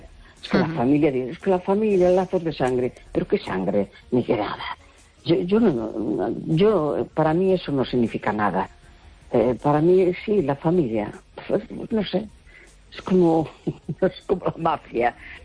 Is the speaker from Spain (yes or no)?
yes; A Coruña, Galicia, Spain; Hola, buenas noches, soy … de La Coruña.